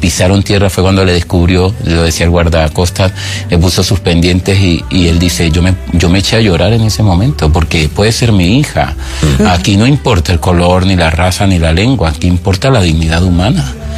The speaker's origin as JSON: {"language": "Spanish", "country": "Venezuela", "said": "no, soy de Venezuela, vivo aquí en este momento"}